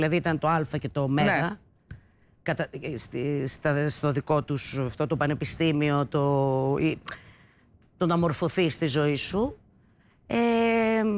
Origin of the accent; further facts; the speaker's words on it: Thessaloniki, Central Macedonia, Greece; Ήμουν ένα παιδί από τη Θεσσαλονίκη